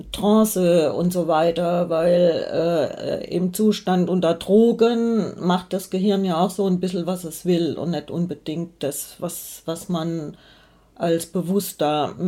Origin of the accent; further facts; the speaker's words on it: Hesse, Germany; born there; ich stamme ja aus Hessen gebürtig